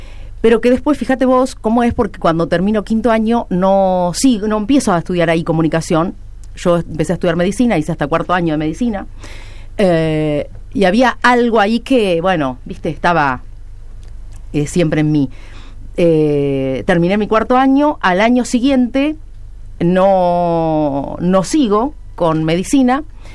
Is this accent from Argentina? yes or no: yes; San Genaro, Santa Fe, Argentina; una radio muy conocida de donde soy yo, de San Genaro